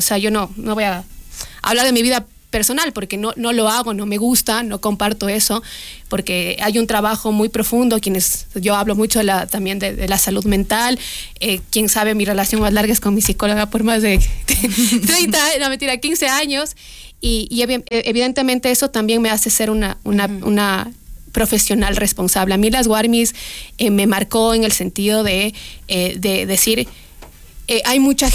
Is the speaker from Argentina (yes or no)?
no; Ecuador; now in New Zealand; que valoremos como ecuatorianos